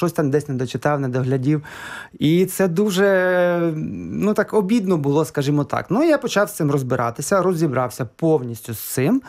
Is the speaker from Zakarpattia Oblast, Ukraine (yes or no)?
yes; Chop, Zakarpattia Oblast, Ukraine; Я родом з Чопа, це Закарпатська область.